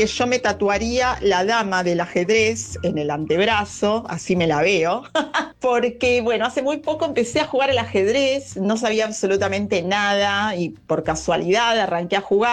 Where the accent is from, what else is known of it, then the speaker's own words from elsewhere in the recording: Temperley, Buenos Aires Province, Argentina; Buenas noches … de Temperley.